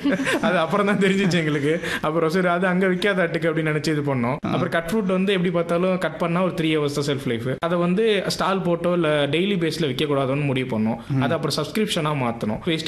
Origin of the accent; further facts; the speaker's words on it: Pulivalam, Tamil Nadu, India; புலிவலம்னு எங்களோட கிராமம், துறையூர் பக்கத்துல, அதுதான் எங்களோட சொந்த ஊர். அங்க இருக்க கவர்மெண்ட் ஸ்கூல்ல தான் எல்லாருமே படிச்சோம்.